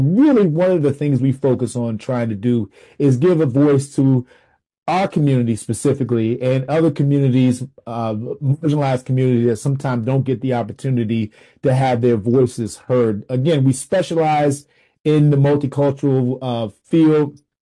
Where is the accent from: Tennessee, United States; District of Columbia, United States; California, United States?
District of Columbia, United States; Washington; I'm from Washington, D.C.